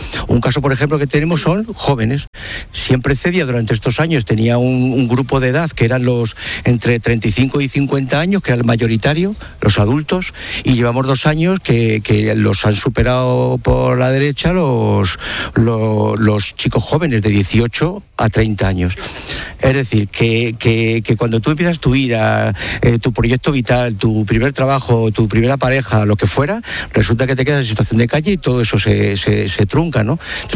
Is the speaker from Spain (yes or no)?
yes; Spain; Yo creo que en España somos el país de Unión Europea que consume más ansiolíticos, ¿no?